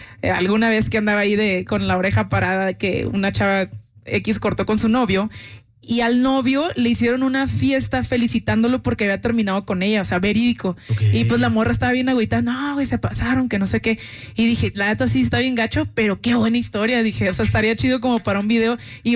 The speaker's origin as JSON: {"language": "Spanish", "town": "Tijuana", "region": "Baja California", "country": "Mexico", "tie": "born or raised there", "said": "porque yo soy originaria de Tijuana"}